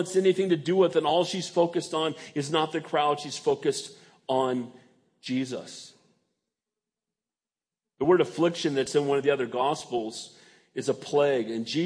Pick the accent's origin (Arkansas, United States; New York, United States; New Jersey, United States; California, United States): California, United States; San Bernardino; born there; I said, you know, I was born in San Bernardino.